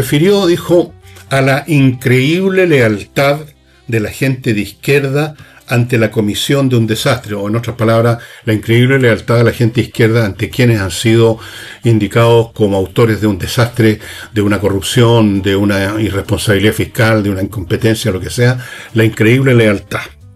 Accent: Chile

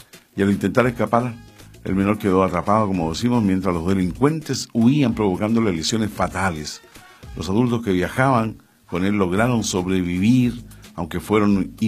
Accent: Valparaíso, Chile; nosotros somos de Playa Ancha, de Valparaíso

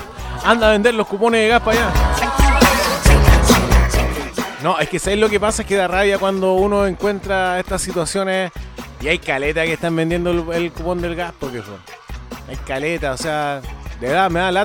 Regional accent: Argentina; born there; Por eso yo nací en Argentina, ¿cachai?

